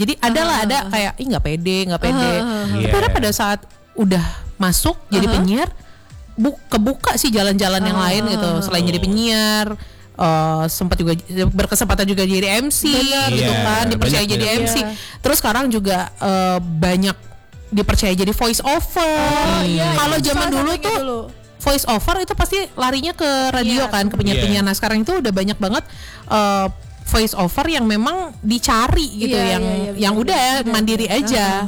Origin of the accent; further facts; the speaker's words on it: Sukabumi, West Java, Indonesia; born there; moved away; pas SMP kan aku di Sukabumi di Sukabumi Jawa Barat.